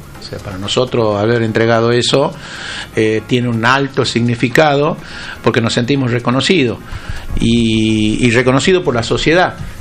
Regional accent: Argentina; seguimos reclamando las islas como argentinos

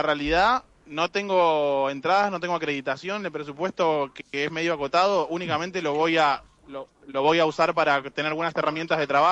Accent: Castelar, Buenos Aires Province, Argentina; now in Mar del Plata, Argentina; yo soy de zona oeste, soy de Castelar.

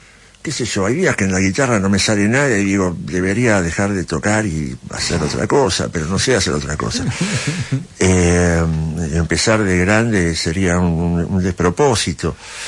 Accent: Ciudad Evita, Buenos Aires Province, Argentina; yo vengo de Ciudad de Vita, soy un pibe clase media baja

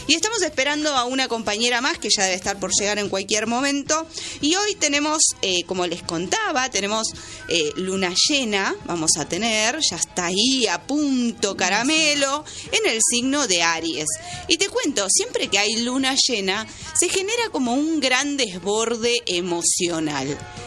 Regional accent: Mar del Plata, Buenos Aires Province, Argentina; soy de Mar del Plata, de re pueblo lo mío, ¿no?

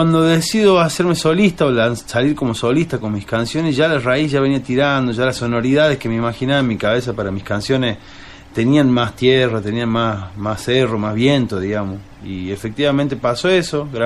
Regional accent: Salta, Argentina; moved away as an adult; now in Córdoba, Argentina; Soy salteño, me fui a vivir a Córdoba capital hace 17 años ya.

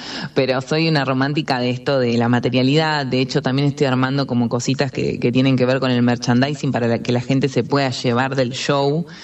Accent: General Belgrano, Buenos Aires Province, Argentina; Yo soy de General Belgrano, provincia de Buenos Aires, y el Festival de Folclore y Tango se para 3 días al pueblo y cierran todos los boliches. O sea, mira, yo tengo 35 años

